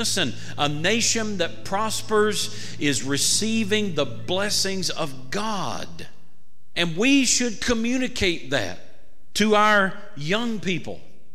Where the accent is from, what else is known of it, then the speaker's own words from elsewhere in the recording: Florida, United States; I'm a Republican. I am a Christian before I'm an American citizen. I'm a Christian before I'm a Floridian.